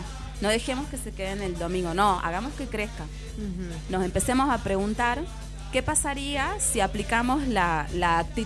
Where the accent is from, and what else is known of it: Argentina